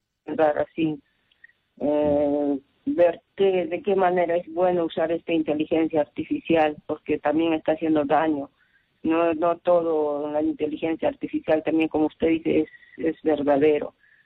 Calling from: Arequipa, Peru; de Arequipa.

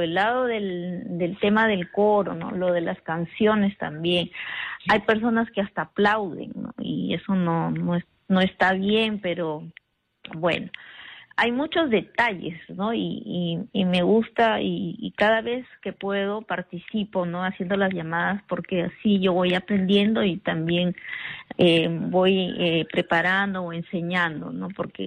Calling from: Chiclayo, Lambayeque, Peru; Desde Chiclayo

